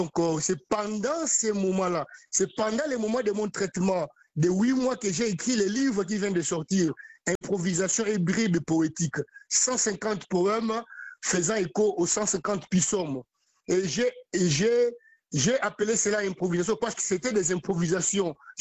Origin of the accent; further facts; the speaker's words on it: DR Congo; À tout seigneur, tout honneur, donc en tant que Congolais, déjà que Lumumba n'est plus seulement Congolais, il est universel, Lumumba.